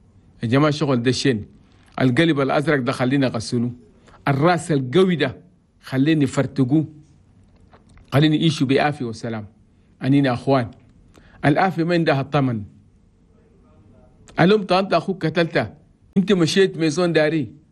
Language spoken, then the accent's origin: Arabic; Chad; نطلب من كل اخواني تشاديا في 23 ولايه انا بلدنا تشاد بلد توماي